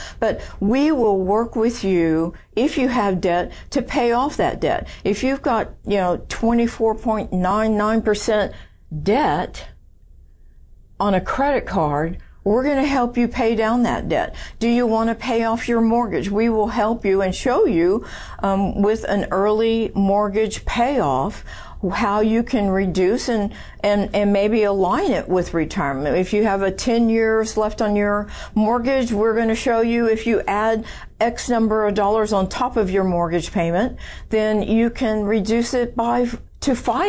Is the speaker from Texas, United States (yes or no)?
yes; San Antonio, Texas, United States; I was born in San Antonio. I'm a fifth generation Texan. We're deep rooted. My dad's family moved to San Antonio in the early 1800s.